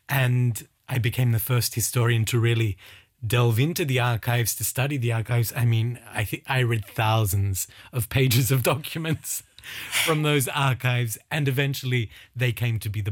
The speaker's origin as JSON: {"language": "English", "country": "Australia", "said": "I'm from Australia"}